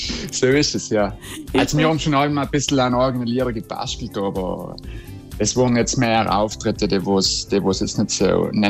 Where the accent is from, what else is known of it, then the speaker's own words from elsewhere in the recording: Trentino-Alto Adige, Italy; ich komme aus dem Psaiertal